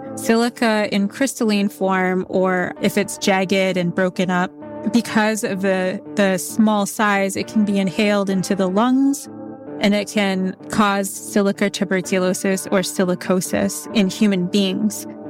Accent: Alaska, United States; I'm from St. Lawrence Island.

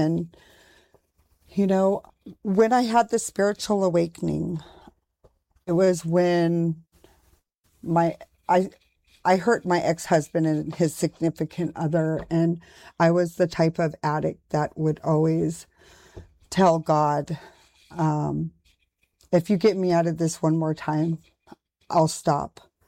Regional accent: Fairbanks, Alaska, United States; now in Anchorage, United States; I am from Fairbanks, Alaska, and I currently reside in Anchorage, Alaska.

